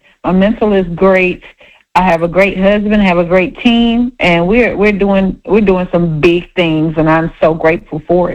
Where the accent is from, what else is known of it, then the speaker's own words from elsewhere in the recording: Springfield, Ohio, United States; I am from Springfield, Ohio. Most of my family are from Ohio.